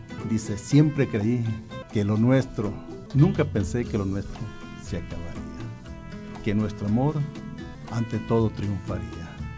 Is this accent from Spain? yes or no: no; Jalisco, Mexico; now in Nayarit, Mexico; soy del estado de Jalisco, pero tengo ya 45 años aquí, entonces ya me considero un nayarita.